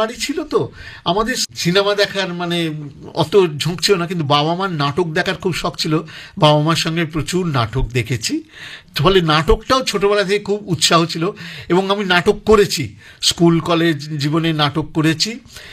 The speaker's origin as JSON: {"language": "Bangla", "town": "Kolkata", "region": "West Bengal", "country": "India", "tie": "born or raised there", "said": "আমি মামার বাড়িতে মানে দেশপ্রিয় পার্কেই মানুষ হয়েছি, আর আমার পৈতৃক বাড়ি ফার্ন রোডে।"}